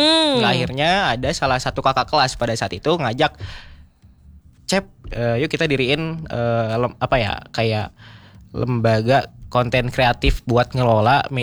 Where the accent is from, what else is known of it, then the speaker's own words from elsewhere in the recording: Garut, West Java, Indonesia; born there; SMA dulu dari SMA IT Darul Amin di Garut, pesantren.